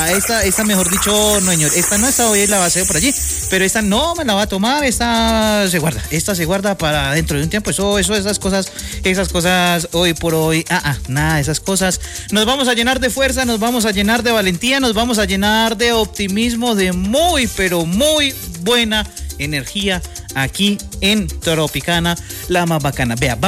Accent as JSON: {"language": "Spanish", "town": "Pereira", "region": "Risaralda", "country": "Colombia", "said": "como buen pereirano, buen colombiano"}